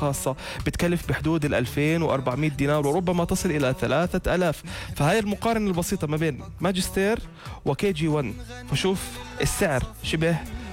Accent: Jordan; عندنا في الاردن

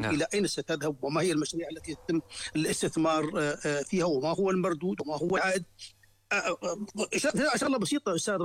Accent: Jordan; احنا الآن عندنا في الأردن

